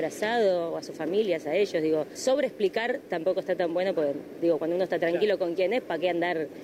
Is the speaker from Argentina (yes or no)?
yes; Argentina; ¿Cómo somos los argentinos?